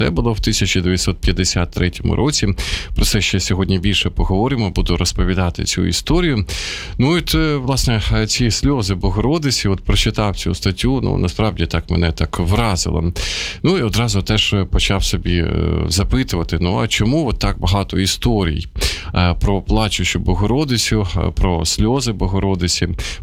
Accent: Sumy, Sumy Oblast, Ukraine; now in Kyiv, Ukraine; тут, в Києві, в моїх рідних Сумах

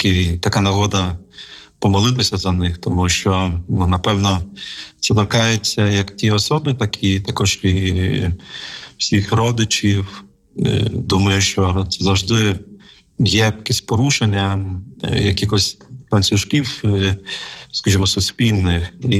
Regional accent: Khmelnytskyi, Khmelnytskyi Oblast, Ukraine; Я народився в місті Хмельницькому і зростав там. Це було місто мого дитинства, моєї юності. І можна сказати так, що щодо віри, якщо дивитися, то я був вихований взагалі в повністю атеїстичній сім'ї.

